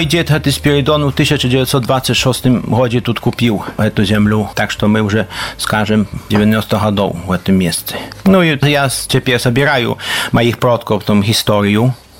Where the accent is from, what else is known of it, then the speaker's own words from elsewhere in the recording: Poland; Вядома, што мы жывем у Польшчы, но мы павінны помніць, хто мы, што у нас ёсць і другая мова, і другая рэлігія.